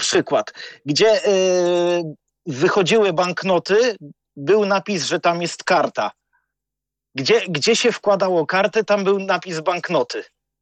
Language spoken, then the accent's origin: Polish; Bydgoszcz, Kuyavian-Pomeranian Voivodeship, Poland; u nas w Bydgoszczy